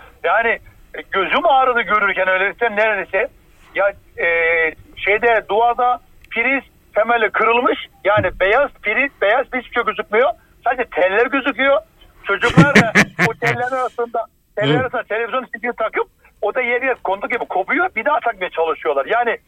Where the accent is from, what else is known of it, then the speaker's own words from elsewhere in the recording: Samsun, Turkey; now in Germany; Aslında Samsunluyum ama Almanya'da arıyorum. Sizi internetten dinliyorum.